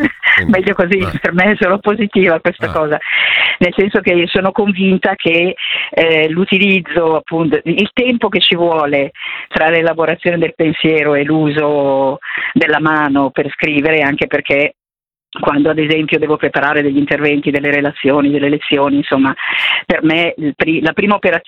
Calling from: Perugia, Umbria, Italy; sono Perugina.

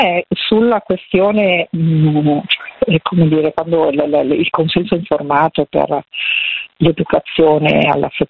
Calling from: Milan, Lombardy, Italy; sono di Milano

